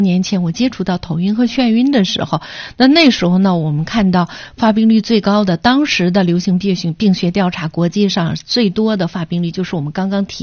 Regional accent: Northeast China, China; 我们东北人说的迷糊

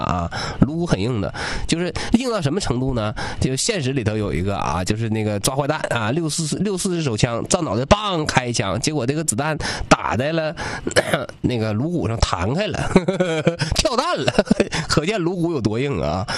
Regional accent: Changchun, Jilin, China; 我们长春人

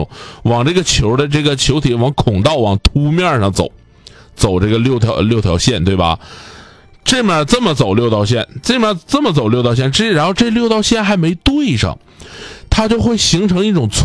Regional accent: Northeast China, China; 我们东北话讲叫 K 呀

